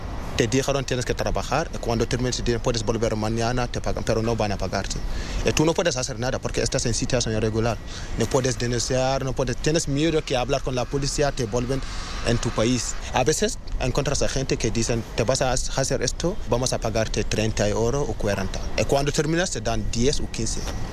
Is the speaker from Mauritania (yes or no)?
yes; Mauritania; Spanish is a second language; moved away as an adult; also born or lived in Senegal; now in Spain; soy mauritano y senegalés. Tengo 24 años. Llegué a España el 2 de marzo 2025.